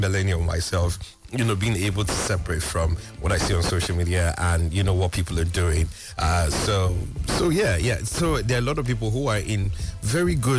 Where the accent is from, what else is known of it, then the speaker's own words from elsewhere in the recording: Nigeria; as Nigerian, even if I'm, you know, well-traveled and everything